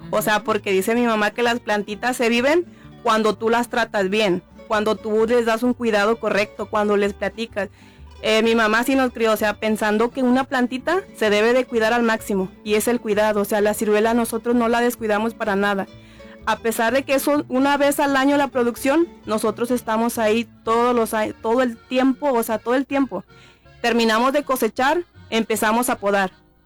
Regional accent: Zacualpan, Colima, Mexico; ahí en mi pueblo pues decimos variedades

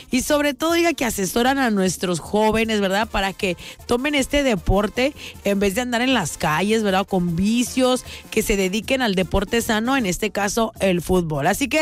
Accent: Mexico

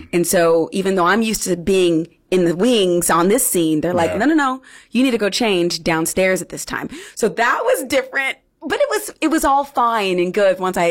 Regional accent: Fresno, California, United States; My hometown hero … she has six Tonys and she's from Fresno, California. I see it and she's black like me.

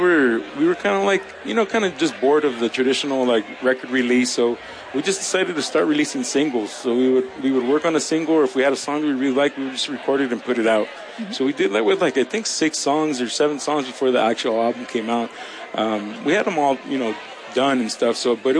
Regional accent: Los Angeles, California, United States; we grew up in Los Angeles, and there's so much diversity of communities in Los Angeles.

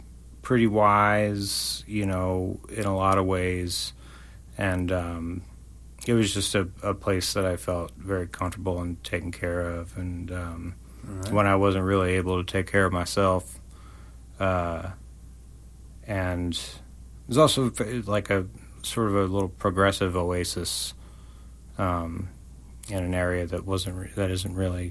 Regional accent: West Virginia, United States; born there; also born or lived in Maryland; now in Nashville, United States; I am not a native West Virginian. I was born in Maryland, and my family moved there when I was about 10. Mm-hmm. And we were in the Eastern Panhandle, right around Martinsburg, right off of Interstate 81 between Winchester, Virginia, and Hagerstown

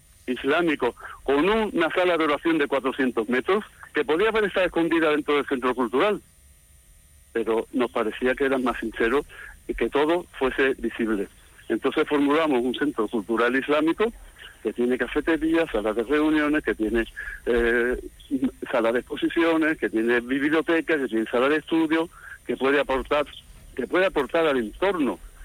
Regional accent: Seville, Andalusia, Spain; somos sevillanos

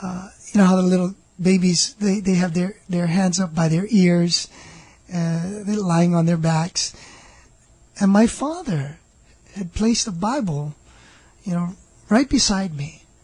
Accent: Honolulu, Hawaii, United States; I grew up here in Hawaii, in a nice little area called Moanalua. Mm-hmm. And, you know, back then in the late 60s, early 70s, while I was growing up

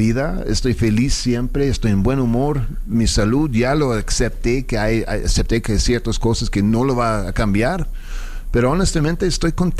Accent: Mexico City, Mexico; accent: chilango; Soy chilango con acento, pues yo qué hago, ¿no?

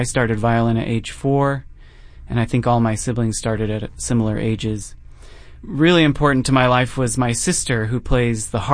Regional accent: Salt Lake City, Utah, United States; our house that I grew up in Salt Lake City

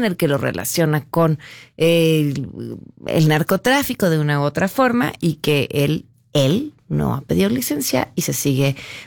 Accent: Sinaloa, Mexico; Estoy en mi tierra, a ras de suelo y con la frente en alto, con las y los nuestros, el pueblo de Sinaloa.

